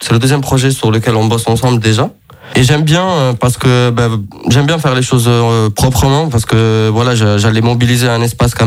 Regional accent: Italy; also born or lived in Morocco; Il faut savoir que je suis italien-marocain. Et donc ce morceau-là, il mélange parfaitement mes cultures, mes aspirations et mes influences musicales.

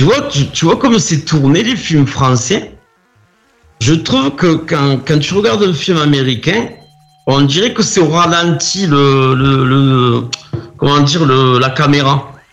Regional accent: France; Moi je suis français

